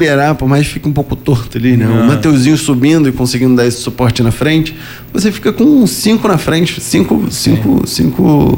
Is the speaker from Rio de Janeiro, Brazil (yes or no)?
yes; Rio de Janeiro, Brazil; a gente é carioca, torcedor de clubes cariocas